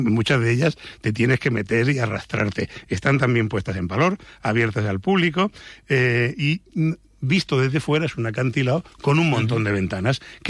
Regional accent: Region of Murcia, Spain; Es que no hablo catalán valenciano y encima soy de Murcia, que me como las S

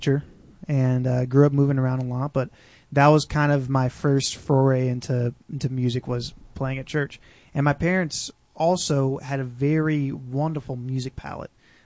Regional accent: Cleveland, Tennessee, United States; also born or lived in Wilmington, North Carolina; I grew up in the Cleveland, Chattanooga area

